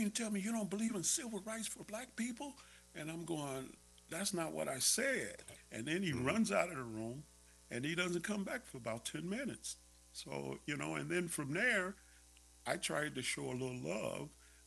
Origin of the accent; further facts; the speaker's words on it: Cincinnati, Ohio, United States; And so, I grew up in Ohio, and so in the inner city there of Cincinnati. Okay. So that's where I'm from.